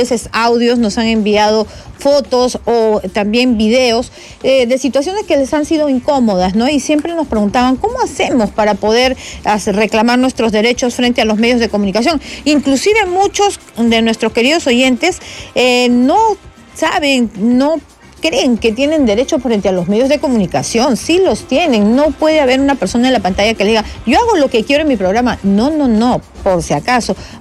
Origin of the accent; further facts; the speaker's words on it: Peru; somos peruanos